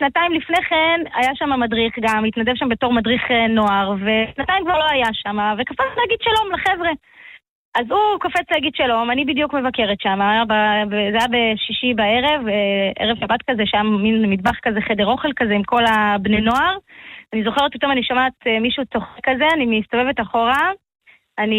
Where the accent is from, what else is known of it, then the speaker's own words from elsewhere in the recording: Ramat Gan, Tel Aviv District, Israel; moved away as an adult; אני גדלתי בעיר, אני בחורה מרמת גן